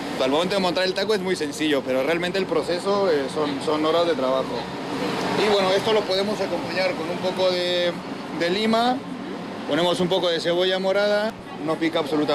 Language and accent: Spanish; Mexico; moved away as an adult; now in Bergara, Spain; nosotros somos de México